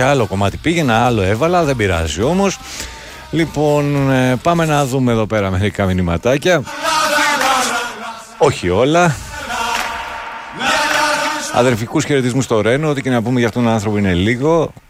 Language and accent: Greek; Patras, Western Greece, Greece; Ναι, αλλά ως πατρινός, αν δεν είναι Ανδρέας, δεν είναι πατρινός.